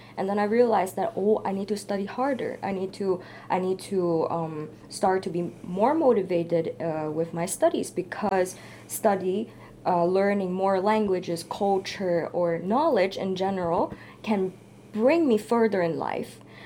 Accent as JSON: {"language": "English", "country": "Hong Kong", "tie": "born or raised there", "second_language": "English", "moved": "as an adult", "lives_now": "Vienna, Austria", "said": "So, I grew up in Hong Kong. I finished my study in Hong Kong."}